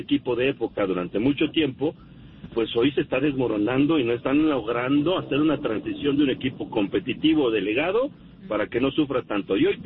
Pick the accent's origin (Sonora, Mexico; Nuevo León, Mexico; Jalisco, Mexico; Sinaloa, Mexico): Nuevo León, Mexico; Monterrey; El regio no es de México, el regio es de Regiolandia, es de Monterrey. Y ya después, sí somos de México.